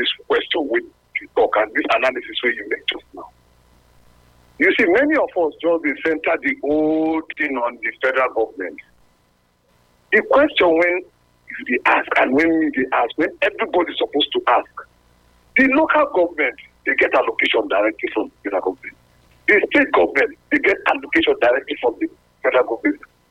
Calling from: Sapele, Delta, Nigeria; I'm calling from Sapele in Delta State.

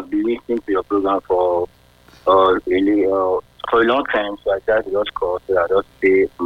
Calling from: Benin City, Edo, Nigeria; I'm calling from Dosti Benin, from a local.

